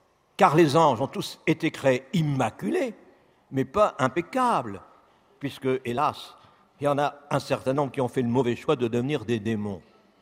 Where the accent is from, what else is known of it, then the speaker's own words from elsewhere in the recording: Cambrai, Hauts-de-France, France; born there; Je suis né, j'habite à Cambrai, célèbre pour ses bêtises, d'accord, bon.